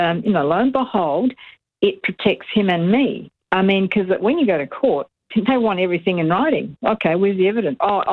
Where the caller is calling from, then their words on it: Adelaide, South Australia, Australia; I'm in from Adelaide, and I didn't realise. I thought I was speaking to 5AA in Adelaide.